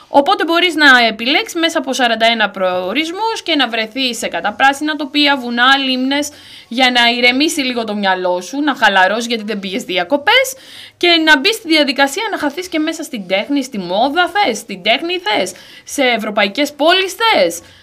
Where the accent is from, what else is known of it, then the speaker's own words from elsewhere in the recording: Kavala, Eastern Macedonia and Thrace, Greece; moved away; στην πόλη μου την Καβάλα